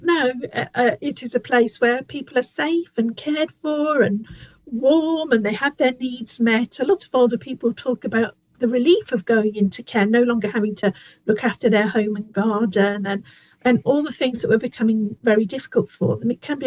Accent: Yorkshire and the Humber, United Kingdom; now in Kent, United Kingdom; originally from North Yorkshire, but I'm living in Kent at the moment, and have been for a long, long time.

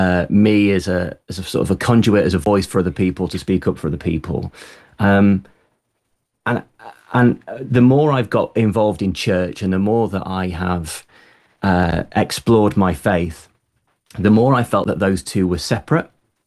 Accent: United Kingdom; we're very good as British people

